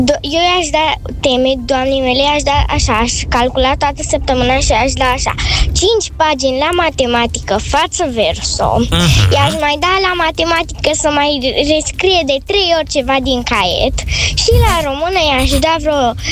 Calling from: Bucharest, Romania; Bună ziua, Radio Impuls … din București, am 9 ani.

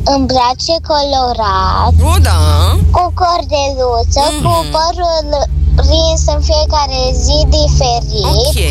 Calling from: Cluj-Napoca, Cluj County, Romania; sunt din Cluj-a Boca.

